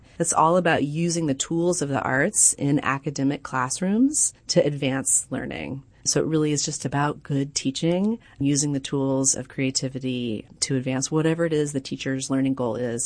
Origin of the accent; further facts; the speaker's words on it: Nashville, Tennessee, United States; I grew up in Nashville, and I had a friend who would summer in Monteagle.